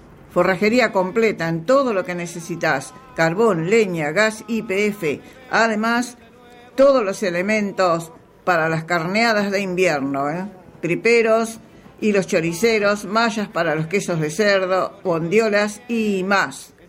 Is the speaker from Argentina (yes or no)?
yes; Misiones, Argentina; moved away; en la provincia de Misiones, mi tierra.